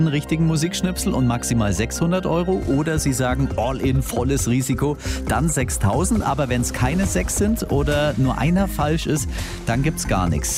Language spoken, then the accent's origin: German; Augsburg, Bavaria, Germany; born there; Ich bin ja ein Augsburger, ein Gebürtiger.